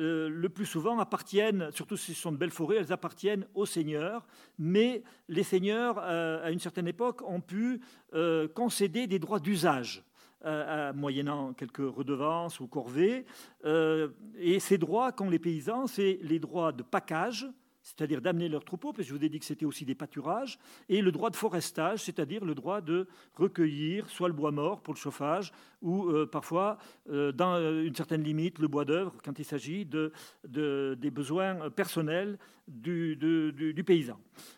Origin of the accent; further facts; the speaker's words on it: Auvergne-Rhône-Alpes, France; Chez nous, en Haute-Loire, ce qui domine, c'est la forêt de pin.